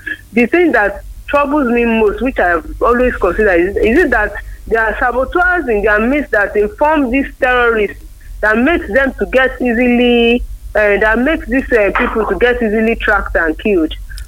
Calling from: Ibadan, Oyo, Nigeria; from Ibadan.

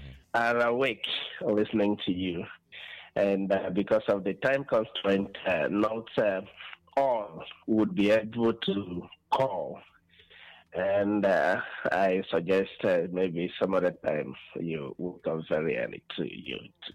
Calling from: Nigeria; I'm calling in from Akeze State.

